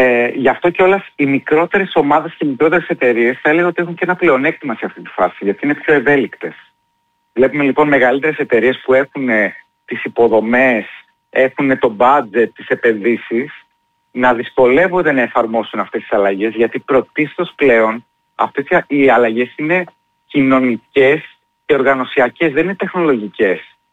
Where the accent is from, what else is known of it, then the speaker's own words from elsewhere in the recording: Greece; έχουμε μάθει σαν Έλληνες στα δύσκολα.